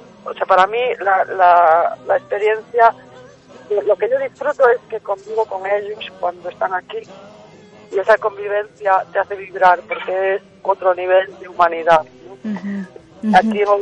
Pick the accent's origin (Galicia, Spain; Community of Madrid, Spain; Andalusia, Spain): Galicia, Spain; Amarilla Lucense, que es de donde yo soy